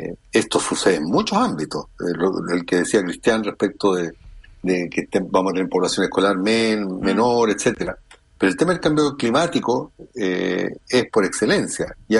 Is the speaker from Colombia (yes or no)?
no; Chile; sobre todo nosotros por nuestra geografía. Digamos que somos una especie de cornisa entre el mar y la cordillera.